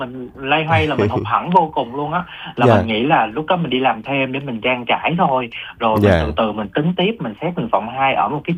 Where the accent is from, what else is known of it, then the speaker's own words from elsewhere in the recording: Bạc Liêu, Bac Lieu, Vietnam; Thật ra là bản thân mình đó là mình sinh ra và lớn lên ở miền Tây, ở Bạc Liêu. thì mình rất là thích hơi thở của miền Tây